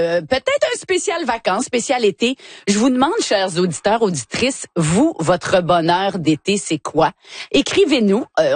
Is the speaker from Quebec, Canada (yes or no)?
yes; Montreal, Quebec, Canada; en tant que Montréalais